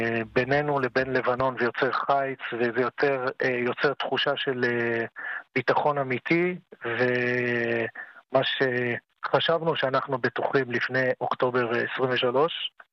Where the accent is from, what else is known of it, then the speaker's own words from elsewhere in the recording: Kiryat Shmona, Northern District, Israel; now in Dafna, Israel; אני מתגורר 35 שנה בדפנה, ואני עד הצבא גדלתי בקריית שמונה